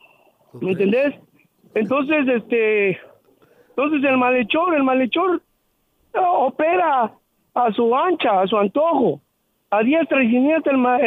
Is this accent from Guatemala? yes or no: yes; Guatemala; born there; yo orgullosamente nací en la tierra del Quetzal.